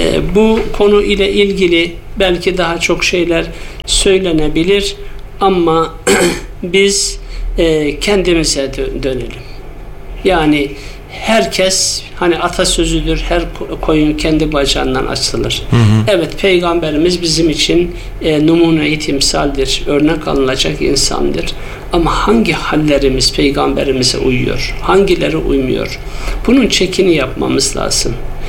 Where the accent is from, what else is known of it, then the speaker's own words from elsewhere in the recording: Afyonkarahisar, Turkey; Biz de Osmanlı torunları olarak, Afyonlular olarak hatta